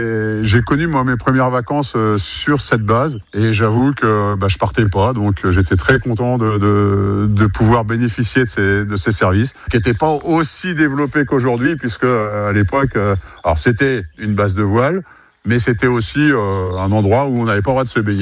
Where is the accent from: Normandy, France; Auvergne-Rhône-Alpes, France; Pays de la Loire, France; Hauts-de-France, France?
Pays de la Loire, France; Ambrières-les-Vallées; Personnellement, je suis originaire d'Ambrières-les-Vallées, qui est juste à côté.